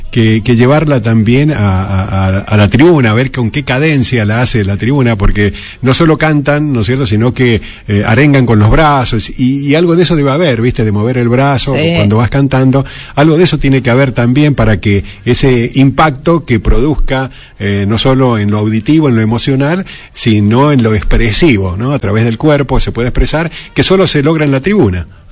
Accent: Argentina; Muchas de las cosas del fútbol tienen que ver con la idiosincrasia de nuestro perfil como argentino.

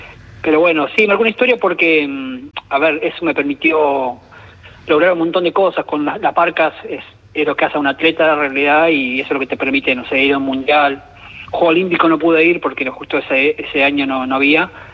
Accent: Entre Ríos, Argentina; Villa Clara el 20 de julio, 9 de julio Villaguay, que está cerca de mi pueblo.

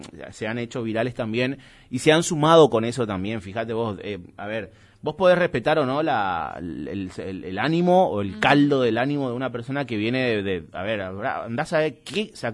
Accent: Argentina; así somos los argentinos, ¿no?

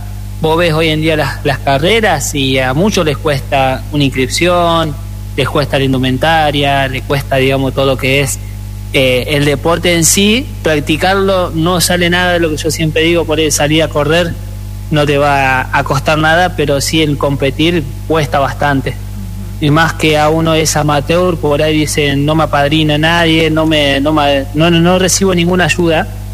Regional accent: Córdoba, Argentina; Después está Mikey de Salta, bueno, yo soy de Córdoba

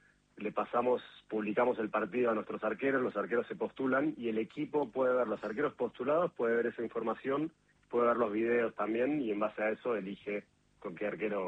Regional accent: Pilar, Buenos Aires Province, Argentina; Uno, de Buenos Aires, en Pilar

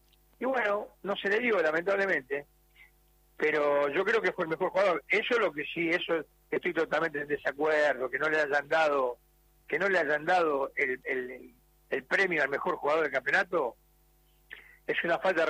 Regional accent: Argentina; me alegro mucho por él, y como argentino también, porque tenemos un representante que nos honra, ¿no?

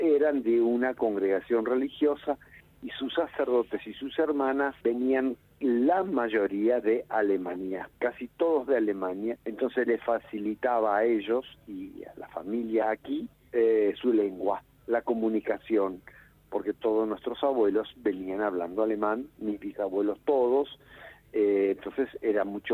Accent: Valle María, Entre Ríos, Argentina; los que somos de Valle María somos de una región, todos vecinos, todos conocidos

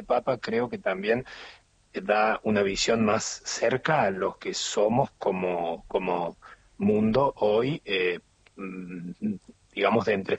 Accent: Argentina; Y creo que como argentinos nos va a hacer bien.

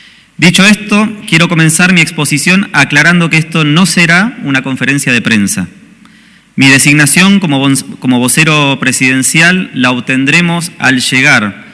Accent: Hurlingham, Buenos Aires Province, Argentina; also born or lived in Ramos Mejía; Nací aquí en la ciudad de Buenos Aires en 1978 y me crié en Hurlingham y Ramos Mejía, zona oeste del Gran Buenos Aires.

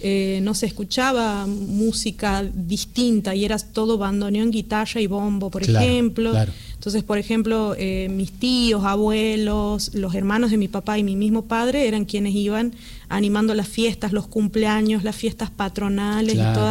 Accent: Colpes, Catamarca, Argentina; moved away; ese es mi pueblo. Y es el pueblo más bonito y tiene el agua más dulce del mundo.

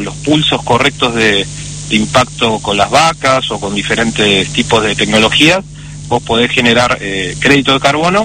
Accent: Argentina

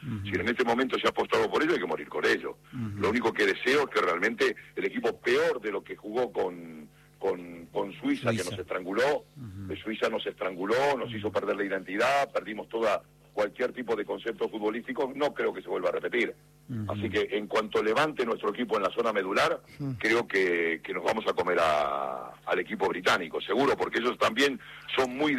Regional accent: Argentina; now in Spain; Pero evidentemente, Argentina sobre todo. Yo soy argentino y muero por Argentina.

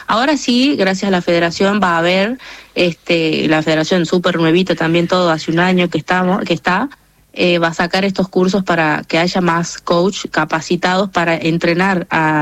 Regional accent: San Miguel de Tucumán, Tucumán, Argentina; now in Yerba Buena, Argentina; De Tucumán, bueno, toda mi vida viví en Tucumán

